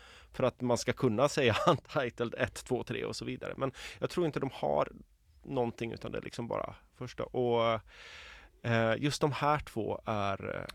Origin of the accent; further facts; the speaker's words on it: Borås, Västra Götaland County, Sweden; Det är där jag kommer ifrån, ja.